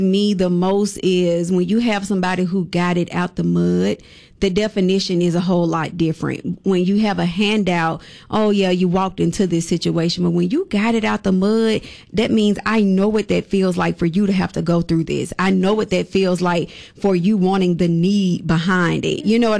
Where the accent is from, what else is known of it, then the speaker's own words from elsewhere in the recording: Bessemer, Alabama, United States; we're both from Big Belsma. We both graduated Jess Lanier High School class of 2000.